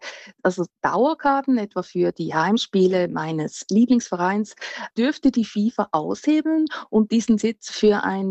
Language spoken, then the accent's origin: German; Switzerland; now in Mexico; Also wie bei uns in der Schweiz im Zivilrecht ist es auch hier in Mexiko so.